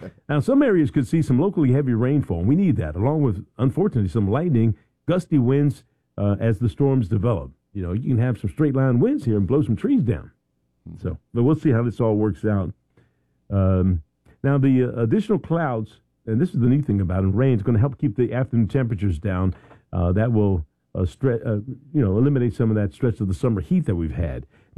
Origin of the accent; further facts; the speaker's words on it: Philadelphia, Pennsylvania, United States; I'm from Philly. I picked tomatoes. We used to get on the bus and drive out to Jersey and pick the Jersey tomatoes.